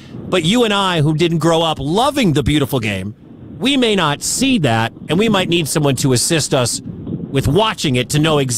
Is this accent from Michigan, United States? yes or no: yes; Michigan, United States; moved away; I'm originally from Michigan